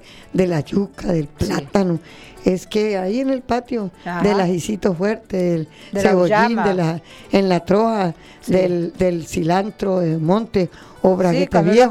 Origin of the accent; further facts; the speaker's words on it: Arauca, Colombia; yo soy llanera